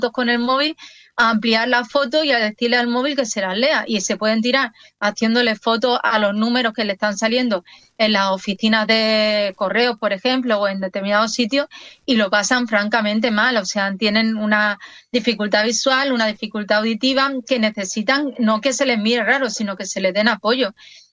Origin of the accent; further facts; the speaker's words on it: Seville, Andalusia, Spain; porque yo soy de origen sevillano.